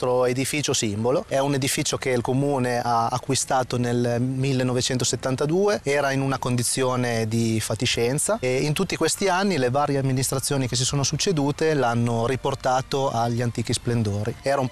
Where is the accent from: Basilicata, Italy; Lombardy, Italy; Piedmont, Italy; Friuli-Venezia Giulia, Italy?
Piedmont, Italy; Solero; Solero per me è il mio paese di nascita, il paese dove ho deciso comunque di vivere